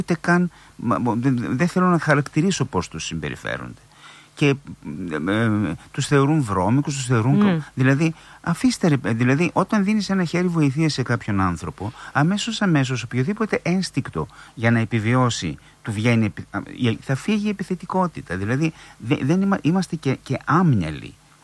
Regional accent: Didymoteicho, Eastern Macedonia and Thrace, Greece; σε χωριό μεγάλωσα στο Δηδημότυχο

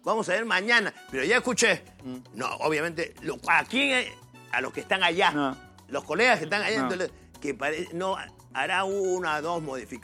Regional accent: Peru

